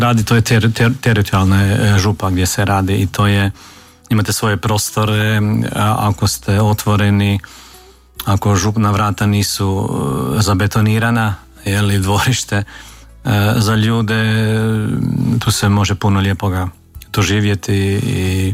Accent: Hodošan, Međimurje County, Croatia; Ja sam odrastao u Međimurju, u Župi Svete Juraj u Trnju, jednom malom mjestu Hodošan, koji je filijala te župe.

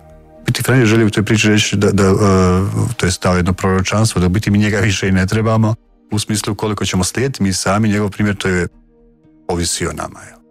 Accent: Bosnia & Herzegovina; dolazim iz Bosne pa sam djelovao u tim nekim župama koje su bile i gdje su katolici bili u manjini

